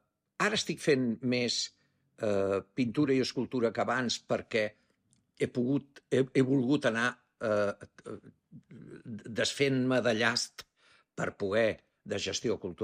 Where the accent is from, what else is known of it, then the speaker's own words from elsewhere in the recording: Barcelona, Catalonia, Spain; now in Ibiza, Spain; Jo ja porto més anys aquí que a Barcelona. Llavors, clar, tinc les arrels a Barcelona i m'estimo Barcelona.